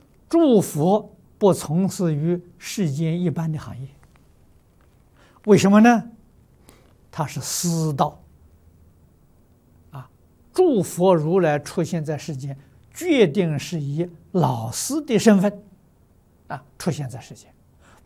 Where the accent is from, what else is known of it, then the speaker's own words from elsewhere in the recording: China; 八十岁圆寂是我们中国人讲的虚岁